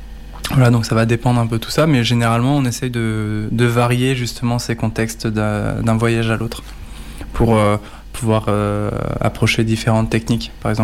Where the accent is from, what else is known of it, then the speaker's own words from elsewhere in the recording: France; chez nous, en France